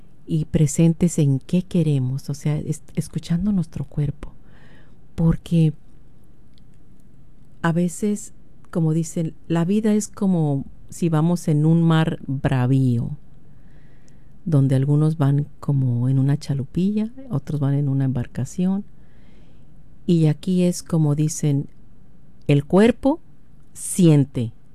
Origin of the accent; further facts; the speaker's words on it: Mexico; now in California, United States; traemos esas costumbres de allá de nuestro México que nos identifica